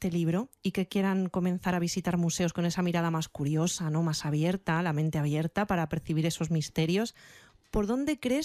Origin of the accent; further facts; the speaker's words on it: Madrid, Community of Madrid, Spain; los que somos madrileños y estamos aquí